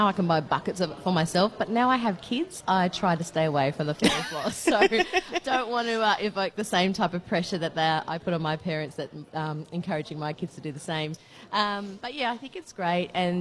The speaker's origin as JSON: {"language": "English", "town": "Katherine", "region": "Northern Territory", "country": "Australia", "tie": "born or raised there", "said": "My hometown of Katherine, you know, the setup's different"}